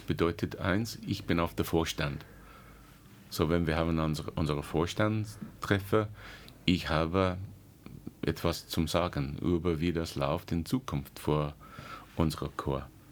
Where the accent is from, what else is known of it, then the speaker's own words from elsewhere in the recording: Walton-on-Thames, South East England, United Kingdom; German is a second language; moved away as an adult; also born or lived in Chelsea, London; now in Zell am See, Austria; Ich bin in Chelsea geboren, aber mein Kinderzeit war in Walton-on-Thames. Das ist 20, 25 Minuten außen vom London. Und das ist auch ein kleines Dorf, ungefähr der gleiche, vom Menschen, das ist ungefähr 10.000